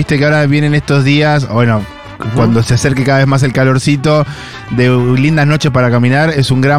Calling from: Buenos Aires, Argentina; Vivo en el barrio de Saavedra.

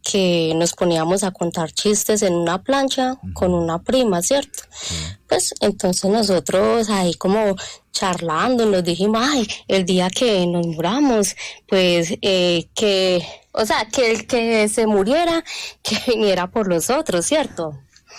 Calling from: Medellín, Antioquia, Colombia; De San Javier.

